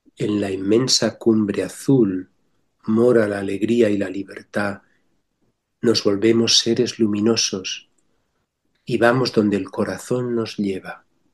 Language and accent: Spanish; Extremadura, Spain; Soy extremeño profundo, pero no se nota.